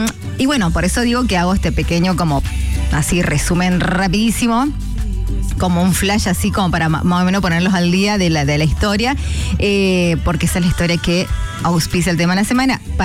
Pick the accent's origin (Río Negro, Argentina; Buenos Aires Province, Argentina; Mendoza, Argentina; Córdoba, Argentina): Mendoza, Argentina; Yo estoy muy feliz, muy contenta en mi país. Amo mi país, amo Argentina, Mendoza